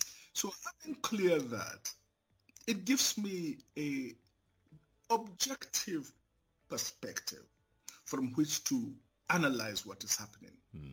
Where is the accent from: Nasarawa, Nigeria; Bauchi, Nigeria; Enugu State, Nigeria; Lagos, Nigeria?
Nasarawa, Nigeria; I grew up in Nasarawa State because my father was a missionary, a pastor, an evangelist.